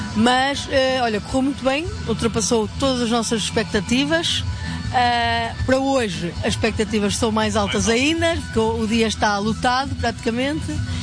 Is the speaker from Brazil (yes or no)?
no; Norte, Portugal; eu sou do Norte